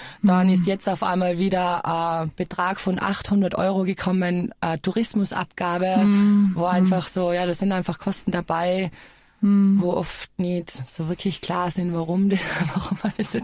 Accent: Austria; Also genau das ist eben das Problem bei uns in Österreich, dass einfach Clubkultur bei uns nicht so angesehen wird wie jetzt zum Beispiel in Berlin.

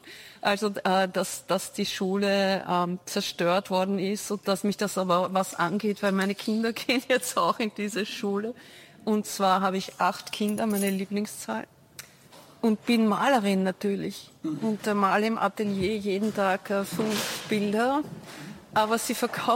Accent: Düsseldorf, North Rhine-Westphalia, Germany; accent: Düsseldorf dialect; ich habe damals den totalen Düsseldorfer Dialekt gehabt.

